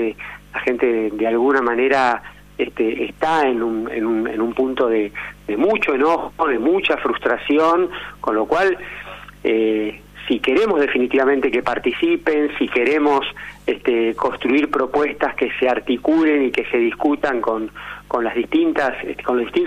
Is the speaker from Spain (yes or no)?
no; San Martín, Buenos Aires Province, Argentina; Yo soy de San Martín, me tocó gobernar esta ciudad muchos años.